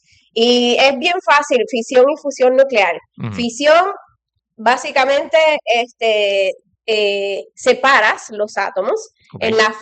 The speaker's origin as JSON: {"language": "Spanish", "town": "Jayuya", "country": "Puerto Rico", "tie": "born or raised there", "said": "Pues yo soy de Jayuya, Puerto Rico. Estudié me gradué de la High School Croem en Mayagüez, pero me crié en Jayuya."}